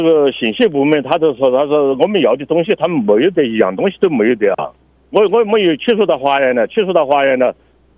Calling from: Changji, Xinjiang, China; 我是昌吉市的。

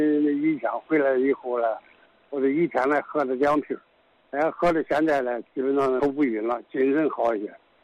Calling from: Xiangyang, Hubei, China; 李教授，你好，我是襄阳的啊

